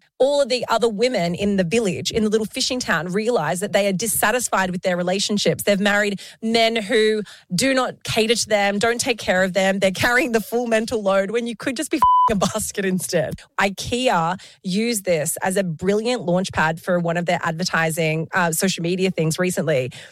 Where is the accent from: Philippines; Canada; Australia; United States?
Australia; Wollongong, New South Wales; I don't think anyone cares. I say ratten. Yeah, because I'm from Wollongong.